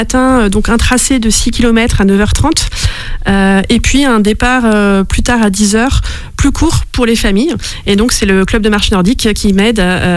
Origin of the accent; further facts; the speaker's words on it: Brittany, France; now in Vendée, France; Alors moi, je suis bretonne d'origine et donc ça existe en Bretagne.